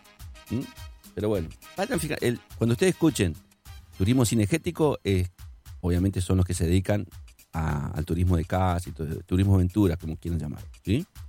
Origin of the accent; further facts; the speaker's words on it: Argentina; Uno como argentino ama al país